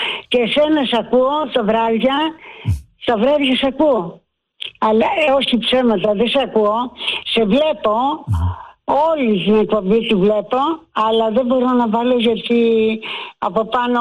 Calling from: Cholargos, Attica, Greece; από το Χολεργό.

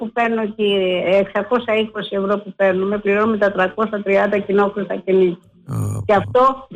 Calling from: Piraeus, Attica, Greece; από Πειραιά.

